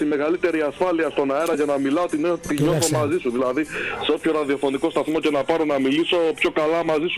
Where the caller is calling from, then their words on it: Kalamaria, Central Macedonia, Greece; από Καλαμαρδιά.